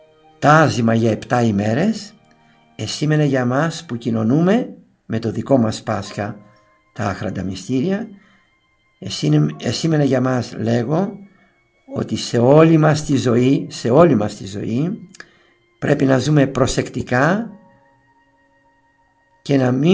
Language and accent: Greek; Greece; Η μέρα που δεν πρέπει να την ξεχνάμε και σαν χριστιανοί και σαν Έλληνες.